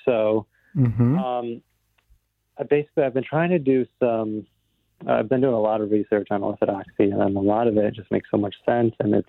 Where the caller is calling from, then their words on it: Orlando, Florida, United States; I'm in Florida right now, and it is very hot here.